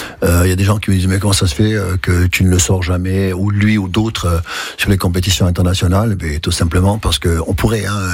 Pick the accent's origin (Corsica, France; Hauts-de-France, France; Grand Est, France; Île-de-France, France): Corsica, France; quand on est Corse, on peut nous aussi réussir.